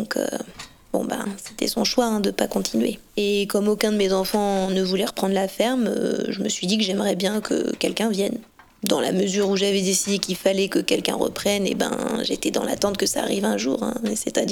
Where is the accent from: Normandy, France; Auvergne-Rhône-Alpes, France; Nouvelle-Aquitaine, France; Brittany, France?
Auvergne-Rhône-Alpes, France; Alors moi, je suis native d'Ourou, dans le Rhône, donc c'est pas très loin d'ici.